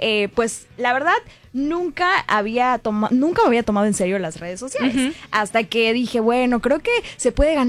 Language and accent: Spanish; Campeche, Mexico; moved away as an adult; now in Mérida, Mexico; Yo soy de Campeche, orgullosamente campechana.